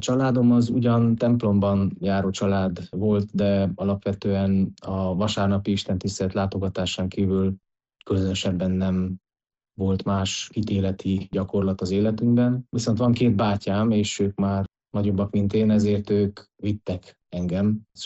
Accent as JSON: {"language": "Hungarian", "town": "Mezőpanit", "region": "Mureș County", "country": "Romania", "tie": "born or raised there", "said": "Mezőpanitban születtem, és itt nőttem fel, ami azt is jelenti, hogy az itteni református közösségnek az életébe kapcsolódtam be kiskorom óta."}